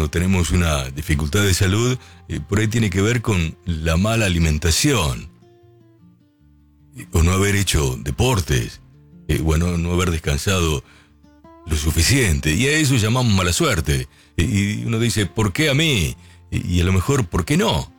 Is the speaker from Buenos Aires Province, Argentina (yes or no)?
yes; Lincoln, Buenos Aires Province, Argentina; now in Buenos Aires, Argentina; Yo cuando salí de mi ciudad de Lincoln, ella que está escuchando allí el amigo Carlitos, mi viejo me dijo, mirá, te voy a desear lo mejor, ya que te vas a la ciudad de Buenos Aires